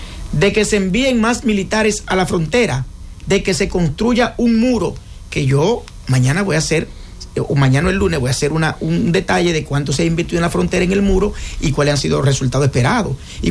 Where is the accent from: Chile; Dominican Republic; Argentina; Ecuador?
Dominican Republic